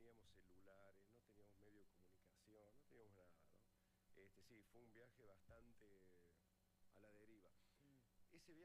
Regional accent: Córdoba, Argentina; born there; Nací en Alberdi

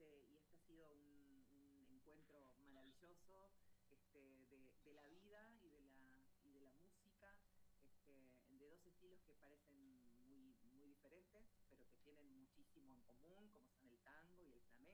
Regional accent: Colonia, Uruguay; Yo soy de muy cerquita, soy de Colonia, del departamento de Colonia.

